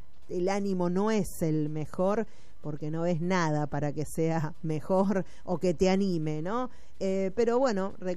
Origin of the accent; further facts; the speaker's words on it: Argentina; esta es nuestra estilo de vida, estos somos como argentinos, ¿no?